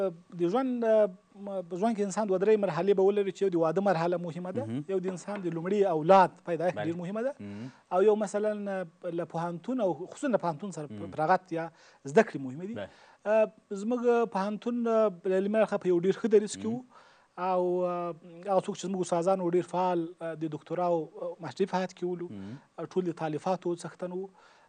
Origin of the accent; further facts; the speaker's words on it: Kandahar, Afghanistan; also born or lived in Ghazni / Kabul; نو موږ بیا له کندهار نه یو دوه درې کاله مود الته درس زده کړې وکړې.